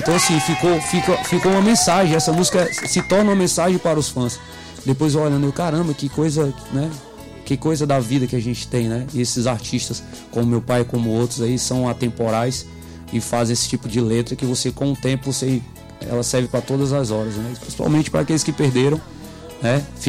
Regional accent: Rio de Janeiro, Brazil; todos nós somos cariocas, né?

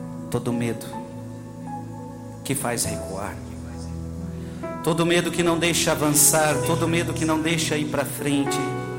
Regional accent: São Paulo, Brazil; Vocês sabem que eu sou paulista, mas no sangue aqui tem nordestino, né, da mamãe

